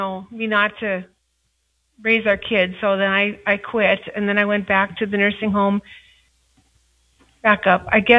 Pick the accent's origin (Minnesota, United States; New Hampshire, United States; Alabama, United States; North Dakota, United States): North Dakota, United States; Richardton; moved away as an adult; now in Killdeer, United States; I'm from Richardton.